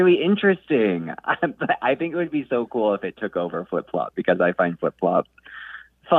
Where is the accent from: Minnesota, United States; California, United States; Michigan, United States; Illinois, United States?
California, United States; Sacramento; My mom's from New England and my dad's from Sacramento, and I grew up near Sacramento myself.